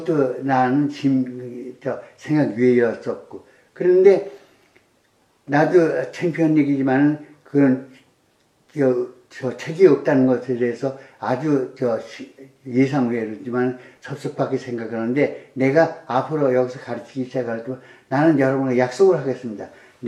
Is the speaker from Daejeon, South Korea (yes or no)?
no; Seoul, South Korea; born there; moved away; 나 서울 태생인데